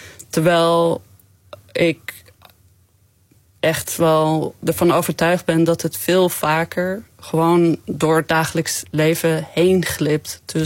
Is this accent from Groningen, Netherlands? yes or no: yes; Groningen, Netherlands; Ja, ik ben gewoon Nederlands uit Groningen.